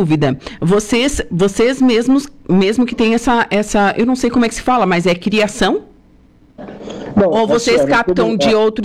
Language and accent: Portuguese; Rio Grande do Sul, Brazil; now in Santa Catarina, Brazil; No Rio Grande do Sul, que eu sou gaúcha, a gente chama de maçambique.